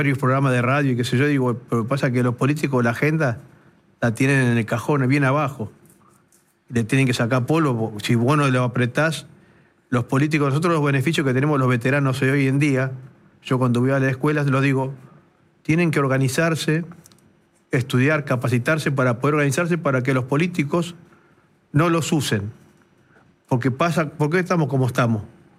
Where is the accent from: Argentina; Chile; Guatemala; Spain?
Argentina; sabemos que los argentinos somos muy futboleros